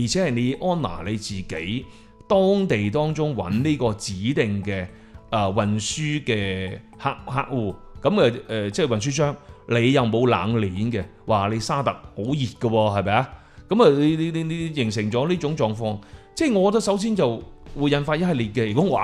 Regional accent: Guangdong, China; 我哋廣東人講啊，濕咗頭你要做噶啦喎

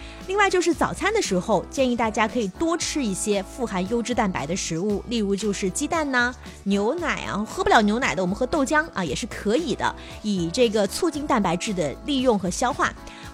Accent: Guangdong, China; 我们广东人

